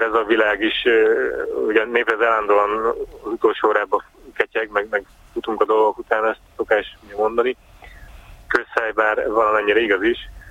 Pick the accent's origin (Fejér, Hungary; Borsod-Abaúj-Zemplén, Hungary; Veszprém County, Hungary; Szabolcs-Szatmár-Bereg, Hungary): Veszprém County, Hungary; Balatonakali; Hát én Balatonakaliban nőttem föl, és hát az egyetemi évek alatt választottam magamnak ezt a témát.